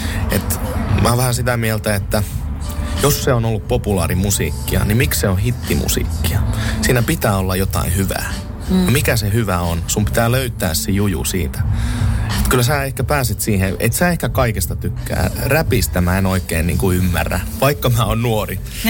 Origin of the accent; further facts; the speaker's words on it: Kokkola, Central Ostrobothnia, Finland; Mä oon Kokkolasta kotoisin ja Poukihan on aina kuulunut Kokkolaan